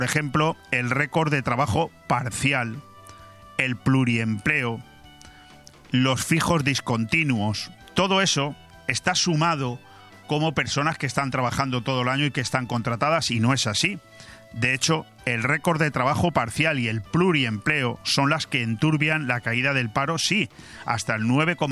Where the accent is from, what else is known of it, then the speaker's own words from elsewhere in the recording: Spain; a pesar de que cada vez somos más los españoles que tenemos trabajo